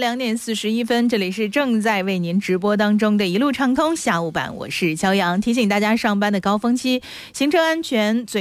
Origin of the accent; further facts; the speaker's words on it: Henan, China; now in Heyuan, China; 我的老家河南